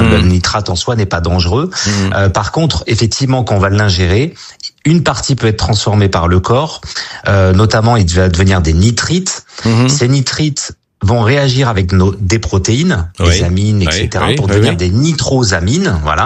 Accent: Brittany, France; born there

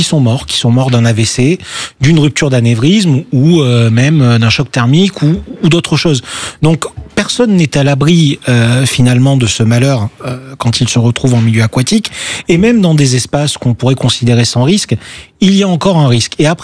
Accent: Marseille, Provence-Alpes-Côte d'Azur, France; je suis marseillais.

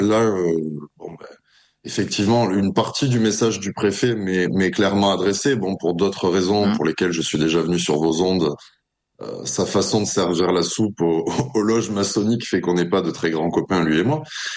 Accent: France; en tant que Français qui aime son pays

